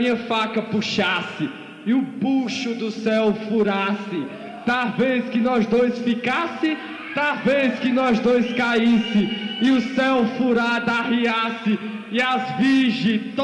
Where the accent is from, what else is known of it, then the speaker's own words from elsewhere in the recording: Arcoverde, Pernambuco, Brazil; A gente vem lá do sertão de Pernambuco, cidade chamada Arco Verde.